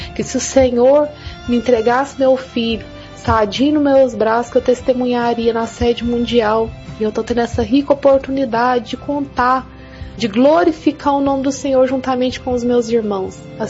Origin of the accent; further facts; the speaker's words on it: São Gonçalo do Pará, Minas Gerais, Brazil; sou da cidade de São Gonçalo do Pará, moro na comunidade da Prata de Cima, Minas Gerais.